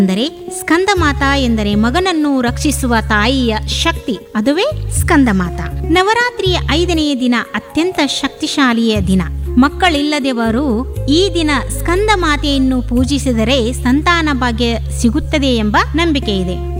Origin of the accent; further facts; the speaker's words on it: Belagavi, Karnataka, India; ಬೆಳಗಾವಿ ಅಂದ್ರೆ ನಾವು ಬೆಳಗಾವದವರು.